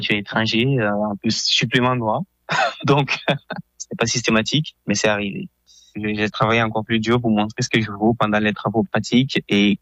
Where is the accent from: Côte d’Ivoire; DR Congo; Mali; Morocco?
Mali; moved away as an adult; now in Brussels, Belgium; Je viens du Mali. Je suis arrivé en Europe depuis octobre 2025. Et je suis actuellement en première année licence.